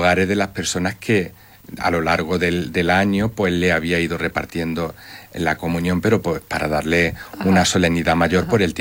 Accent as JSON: {"language": "Spanish", "town": "Úbeda", "region": "Andalusia", "country": "Spain", "said": "Yo soy de Úbeda de Jaén"}